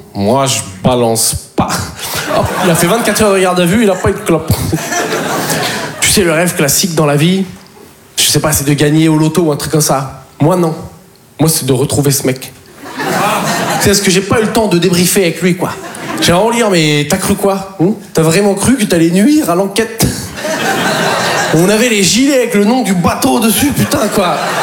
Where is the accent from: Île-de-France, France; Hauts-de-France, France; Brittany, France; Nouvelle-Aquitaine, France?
Nouvelle-Aquitaine, France; Poitiers